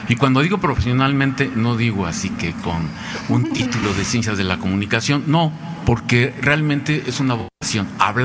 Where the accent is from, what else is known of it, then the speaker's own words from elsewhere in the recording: Texcoco, State of Mexico, Mexico; Y llegué después a Radio Chapingo porque soy de Texcoco.